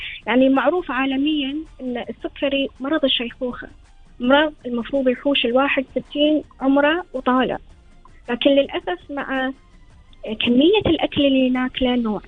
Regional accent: Kuwait

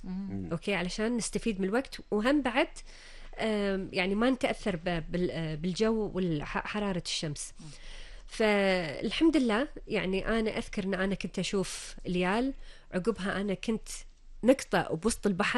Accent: Kuwait; اطلع من الكويت من الاجواء الصحراويه الحاره اللي عندنا اللي احنا متعودين عليها بمنطقه الخليج

